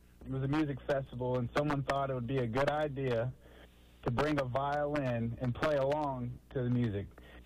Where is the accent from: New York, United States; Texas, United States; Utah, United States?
Texas, United States; But it was while I was there, and I'm from Texas, and I was just watching a friend play, and a son of a friend play